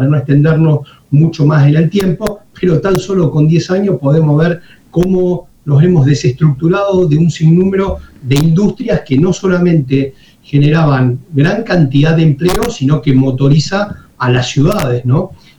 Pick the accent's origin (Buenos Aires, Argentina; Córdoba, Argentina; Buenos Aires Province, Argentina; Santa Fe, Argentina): Santa Fe, Argentina; Santa Fe province